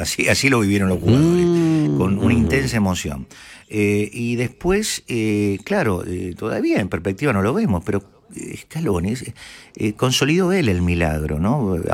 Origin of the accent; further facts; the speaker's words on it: Argentina; somos todos argentinos